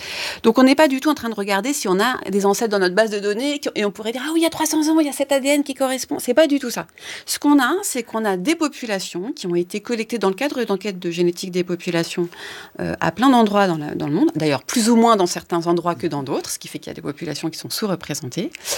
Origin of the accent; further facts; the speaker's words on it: Paris, Île-de-France, France; born there; moi, je suis née à Paris, donc je vais être étiquetée parisienne